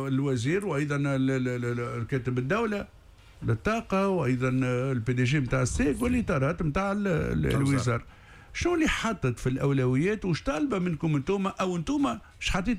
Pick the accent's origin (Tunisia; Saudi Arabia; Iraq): Tunisia; عندنا في تونس محطات تخدم بالغاز؟